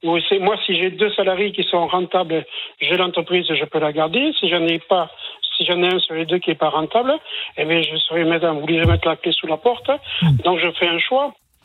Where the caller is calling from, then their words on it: Nouvelle-Aquitaine, France; Effectivement, je suis au Pays Basque